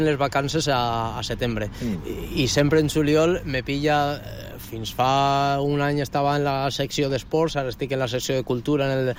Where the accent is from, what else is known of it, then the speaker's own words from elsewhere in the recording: L'Eliana, Valencian Community, Spain; com soc de l'Eliana, no vaig.